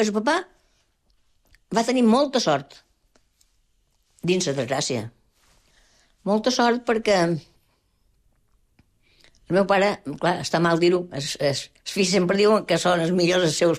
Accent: Mahón, Balearic Islands, Spain; born there; I vaig néixer a Menorca, jo vaig néixer a Mó, un 3 de desembre del 40.

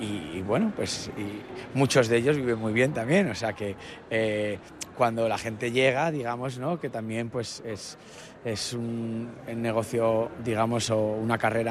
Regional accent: Madrid, Community of Madrid, Spain; Soy de Madrid.

